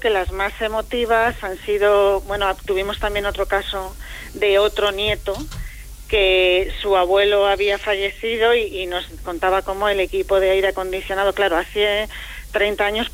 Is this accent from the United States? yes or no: no; Madrid, Community of Madrid, Spain; accent: castizo; igual me notas el acento un poco castizo porque soy de Madrid, soy de Madrid-Chamberí. O sea que madrileño.